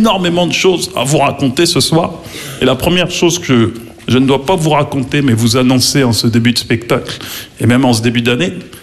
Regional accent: Maisons-Alfort, Île-de-France, France; parce que j'ai grandi à Maison Alpha, en plus, tu vois, dans le 9-4.

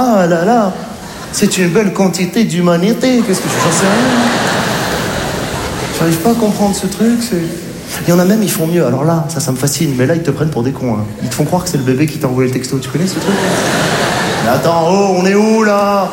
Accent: Morocco; born there

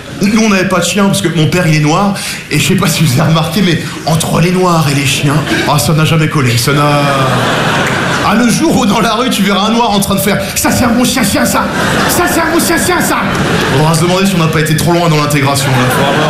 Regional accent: Nogent-sur-Marne, Île-de-France, France; J'ai grandi à Nogent-sur-Marne, je suis passionné qui peut. Petite banlieue très bourgeoise, ce genre la Marne, les guinguettes, la fête du petit vin blanc

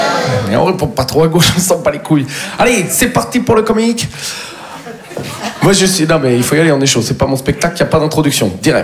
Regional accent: Nouvelle-Aquitaine, France

